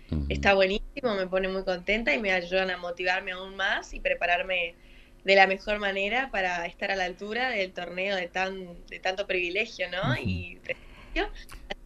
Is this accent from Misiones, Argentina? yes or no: yes; Posadas, Misiones, Argentina; moved away as an adult; now in Buenos Aires, Argentina; Yo soy de Posadas y ahora, bueno, estoy viviendo en Buenos Aires. A partir del año pasado me mudé sola para acá